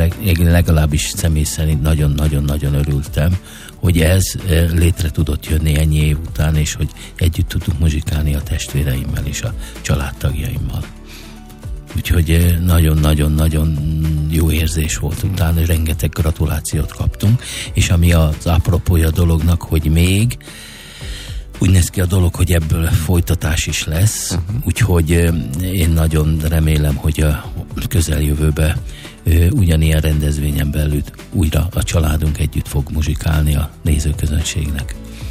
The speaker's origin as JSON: {"language": "Hungarian", "town": "Győr", "region": "Győr-Moson-Sopron", "country": "Hungary", "tie": "born there", "said": "a családom az Győrből származik. Tehát a gyökerek igazán ebből Győrben vannak, tehát mind a hárman Győrbe születtünk, az édesapám is Győrbe született, az édesanyám is Győrbe született"}